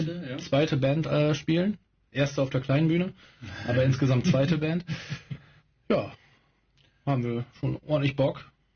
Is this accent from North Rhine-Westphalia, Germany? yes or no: no; Krummhörn, Lower Saxony, Germany; Ursprung haben wir in der Krummhörn. Kommen wir alle weg. Und Keno und ich wohnen immer noch in der Krummhörn, nur Dennis hat es ein bisschen nach Aurich verschlagen.